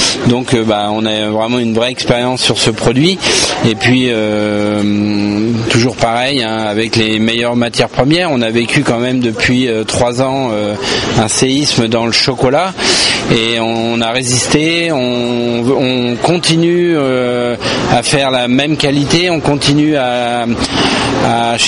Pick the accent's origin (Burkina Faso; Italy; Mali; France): France; Troyes, Grand Est; je suis originaire de Troyes